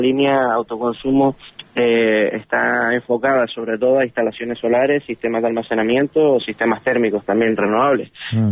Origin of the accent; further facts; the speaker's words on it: Canary Islands, Spain; nosotros, como desde Canarias